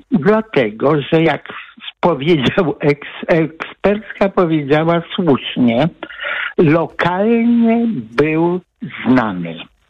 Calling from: Gdańsk, Pomeranian Voivodeship, Poland; ja mieszkam w Boliwie, a pracuję na głównym mieście

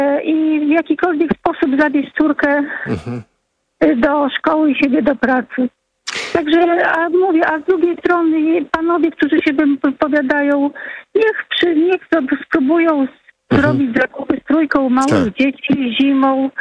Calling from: West Pomeranian Voivodeship, Poland; Ja mieszkam w Podszczecińskiej wsi. Tak. Gdzie w ogóle nie ma transportu.

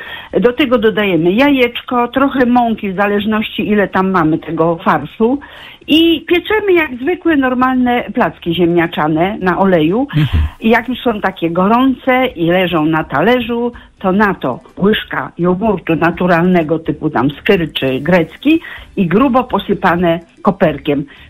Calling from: Wrocław, Lower Silesian Voivodeship, Poland; U nas we Wrocławiu

